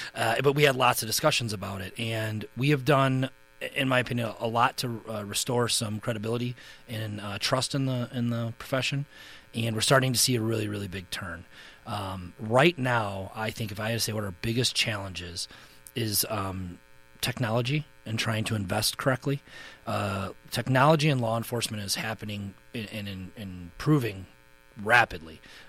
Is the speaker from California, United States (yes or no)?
no; Kenosha, Wisconsin, United States; I was born and raised here, and then I graduated high school and was weighing all different types of options.